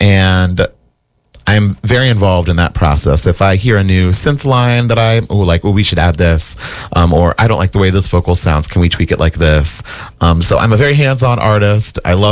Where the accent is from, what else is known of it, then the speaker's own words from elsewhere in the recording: East Coast, United States; now in Minneapolis, United States; I'm from the East Coast